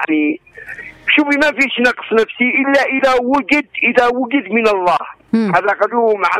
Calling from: Aden, Yemen; كان عندنا في عدن

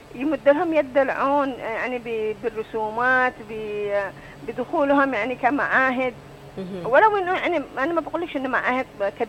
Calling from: Aden, Yemen

